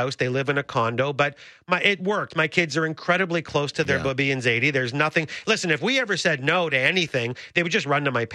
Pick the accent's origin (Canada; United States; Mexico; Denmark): Canada; North York, Ontario; But yeah, I grew up in North York.